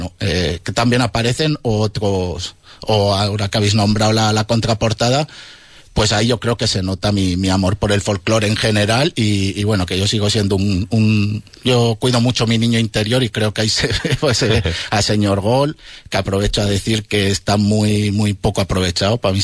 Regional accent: Miranda de Ebro, Castile and León, Spain; now in Logroño, Spain; yo soy de Miranda, ¿vale?

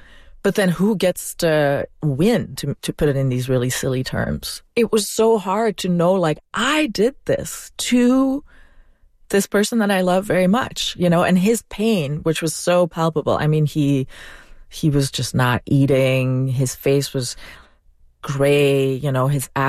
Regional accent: Belgium; moved away as an adult; now in United States; I'm from Belgium. I'd moved to the U.S. for David

